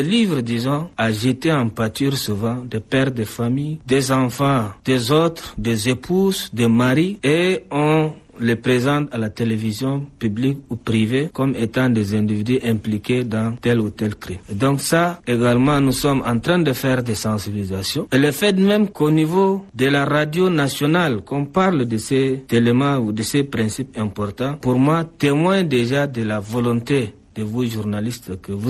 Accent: Chad; chez nous au Tchad

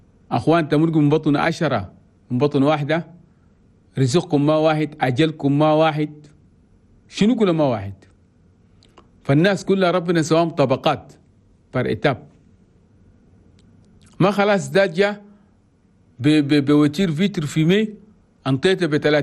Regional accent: Chad; أي زول تشادي

